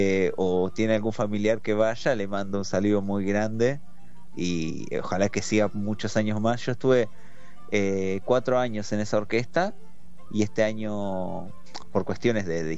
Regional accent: Necochea, Buenos Aires Province, Argentina; moved away; yo soy crecí en Necochea

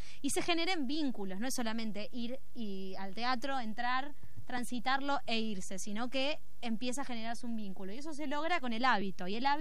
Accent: Santa Fe, Argentina; yo soy santafesina del sur.

